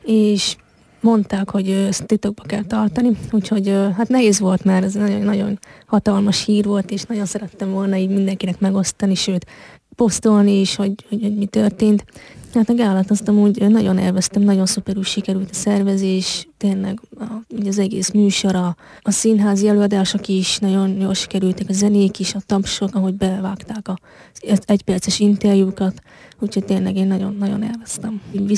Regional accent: Miskolc, Borsod-Abaúj-Zemplén, Hungary; born there; hiszen Miskolc születésű vagyok, itt élek 22 éve

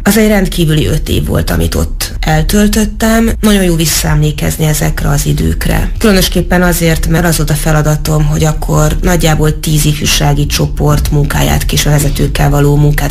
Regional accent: Tatabánya, Komárom-Esztergom, Hungary; born there; now in Debrecen, Hungary; Tehát kvázi lehet azt mondani, hogy debreceni vagyok, de nem Debrecenben, hanem Tatabányán születtem. De hát debreceni alapvetően a család identitása.

